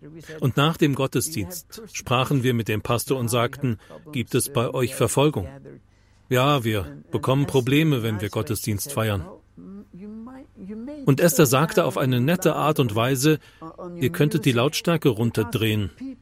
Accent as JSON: {"language": "German", "country": "Norway", "said": "Wir in Norwegen"}